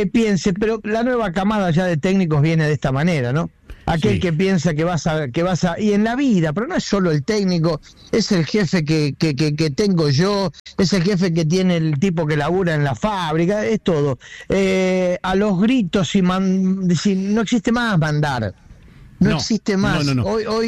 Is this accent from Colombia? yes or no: no; Argentina; Todos, vos, yo, todos somos amantes del fútbol, somos argentinos.